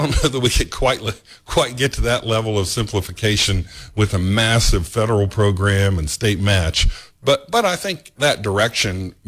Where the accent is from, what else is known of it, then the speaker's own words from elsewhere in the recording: Morgantown, West Virginia, United States; born there; I came from Morgantown High.